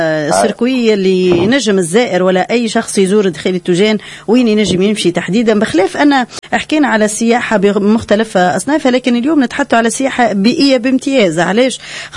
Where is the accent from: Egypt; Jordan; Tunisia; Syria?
Tunisia; southern Tunisia; عندنا في الجنوب